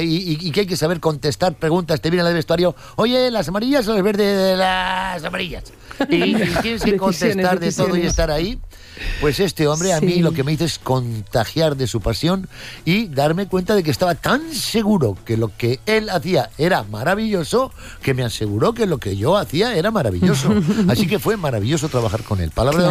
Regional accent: Vitoria-Gasteiz, Basque Country, Spain; yo solo gruño porque soy de Siberia-Gasteiz cuando hay olas de calor.

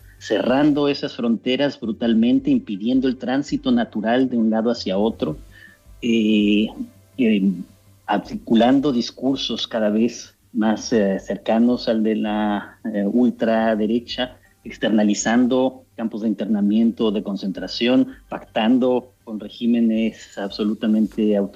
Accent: Mexico; aunque yo soy mexicano, aunque también es español

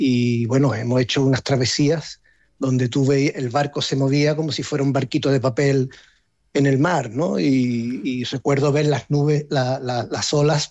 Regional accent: La Línea de la Concepción, Andalusia, Spain; also born or lived in Gibraltar; mi padre, como bien has apuntado, es de Gibraltar, yo nací en Gibraltar también, pero mi madre de la línea. Entonces, claro, mi padre trabajaba aquí en Gibraltar y, o sea, aunque nosotros vivíamos en la línea

